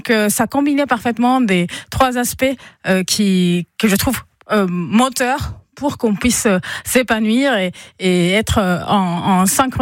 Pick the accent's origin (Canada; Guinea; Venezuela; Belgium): Venezuela; Caracas, Capital District; moved away as an adult; now in Strasbourg, France; On vient tous les deux de Caracas.